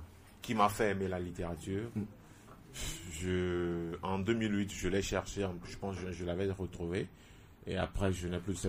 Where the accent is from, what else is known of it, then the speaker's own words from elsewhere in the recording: Togo; Non, je ne suis pas européen, je suis togolais.